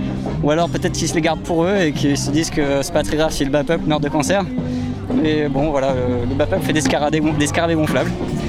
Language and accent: French; Saclay, Île-de-France, France; Nous, on vient de Saclay.